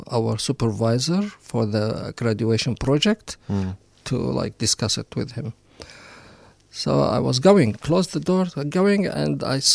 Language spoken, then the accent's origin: English; Syria; English is a second language; really want to go back to Syria, because if I go back to Syria, I have to go and do military service. I was away from Syria for 3 years